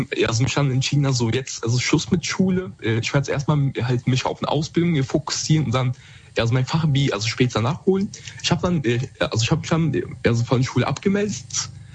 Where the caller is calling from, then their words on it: Koblenz, Rhineland-Palatinate, Germany; Also, ich komme aus Koblenz, Rheinland-Pfalz.